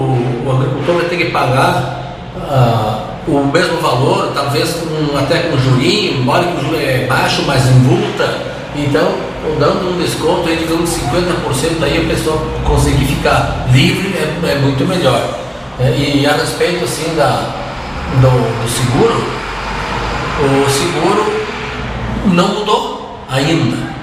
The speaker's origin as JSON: {"language": "Portuguese", "country": "Brazil", "said": "nós somos do Brasil"}